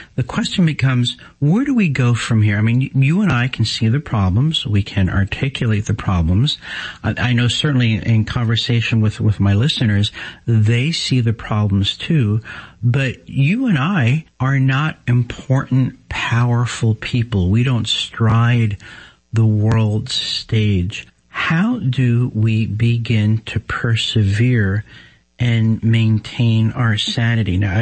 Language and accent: English; New Jersey, United States; You know, I grew up in New Jersey, and I just got news that the Diocese of Paterson, New Jersey, has sold a seminary